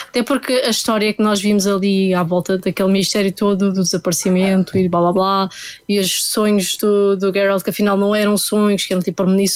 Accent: Portugal

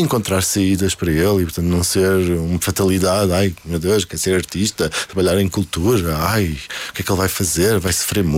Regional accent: Azores, Portugal; pelo facto de eu ser açoriano, não, porque sempre tive este. Eu parece que sou do Porto

